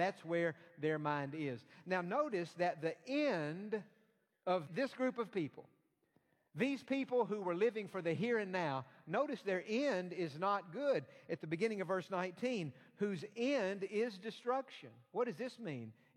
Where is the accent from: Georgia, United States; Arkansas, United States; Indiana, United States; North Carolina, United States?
Georgia, United States; East Point